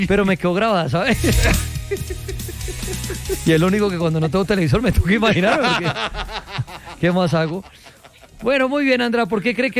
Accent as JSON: {"language": "Spanish", "town": "Cúcuta", "region": "Norte de Santander", "country": "Colombia", "tie": "born there", "moved": "yes", "said": "en Cúcuta, claro, yo pasé gran niñez en Cúcuta, no es que había mis abuelitos, en serio, y pasábamos a Ureña a comprar compota, chinoto y cocosete, mija."}